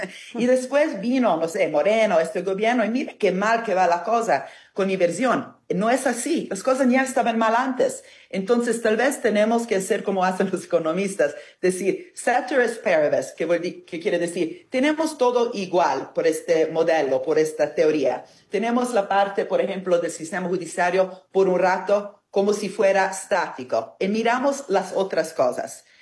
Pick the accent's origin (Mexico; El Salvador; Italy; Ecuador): Italy; Spanish is a second language; Recordámonos que soy italiana, ¿no? Donde la mafia, ¿sí?, es nuestro más grande esfuerzo.